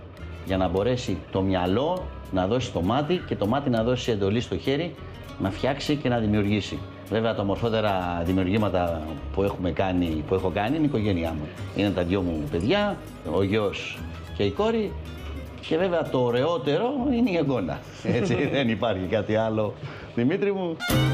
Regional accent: South Aegean, Greece; Εγώ είμαι από την Κύθνο

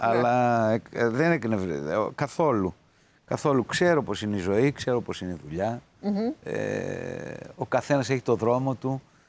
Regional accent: Greece; born there; είμαι γεννημένος στην Ελλάδα.

